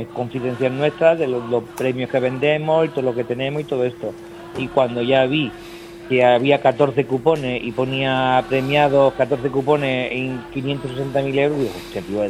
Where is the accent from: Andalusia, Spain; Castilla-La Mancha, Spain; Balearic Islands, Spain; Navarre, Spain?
Balearic Islands, Spain; Menorca; viviendo 30 años vivo en Alayor. Y llevo toda mi vida en Menorca